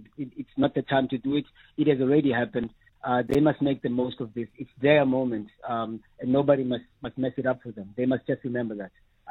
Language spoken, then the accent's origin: English; South Africa